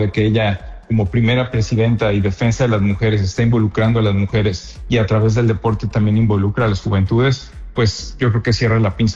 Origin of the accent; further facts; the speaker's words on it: Mexico; nos une a todos como mexicanos y como mexicanas